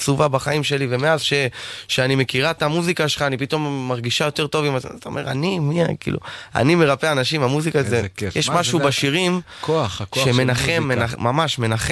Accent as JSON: {"language": "Hebrew", "town": "Safed", "region": "Northern District", "country": "Israel", "tie": "born or raised there", "said": "בא אליי לצפת, הלכנו מאחורי היער, כזה, אתה יודע, מאחורי הבית, איפה שגדלתי, יש לנו יער, הכל כזה פתוח, טבע, עצים וזה"}